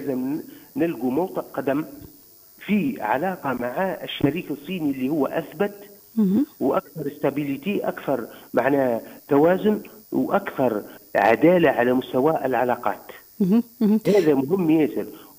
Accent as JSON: {"language": "Arabic", "country": "Tunisia", "said": "أنا كتونسي"}